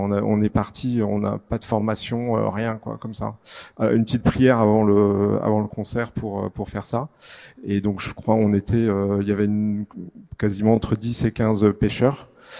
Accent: Paris, Île-de-France, France; Donc on est parisien, on vit dans le 16e à Paris et notre paroisse c'est Saint-Honoré-d'Eylau.

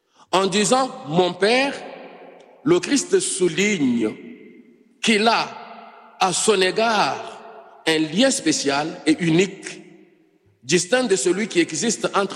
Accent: DR Congo; chez nous en République démocratique du Congo, dont je suis originaire.

